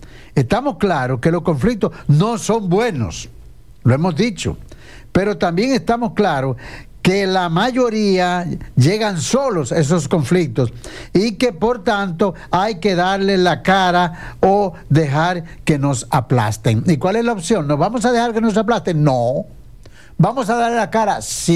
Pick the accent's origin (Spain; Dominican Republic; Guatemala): Dominican Republic